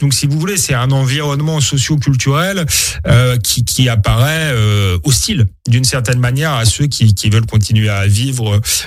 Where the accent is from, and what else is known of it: Saint-Denis, Île-de-France, France; born or raised there; also born or lived in Épinay-sur-Seine